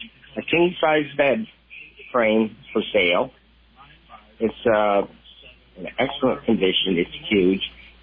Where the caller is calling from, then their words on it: St. Albans, Vermont, United States; St. Albans, sir.